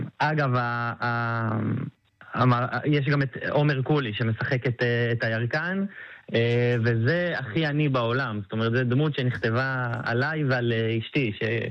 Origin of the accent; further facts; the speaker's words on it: Beersheba, Southern District, Israel; אני גדלתי בין שכונה א' לשכונה ד' בבאר שבע.